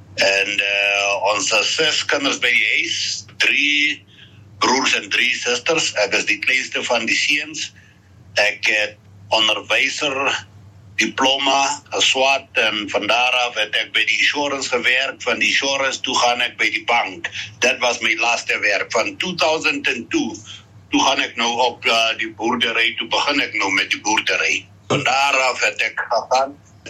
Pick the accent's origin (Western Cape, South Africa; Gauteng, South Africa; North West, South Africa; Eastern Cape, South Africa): North West, South Africa; Morokweng; born there; ek is jong mannetjie van Morokwengse wereld. Ek was hier so gebore.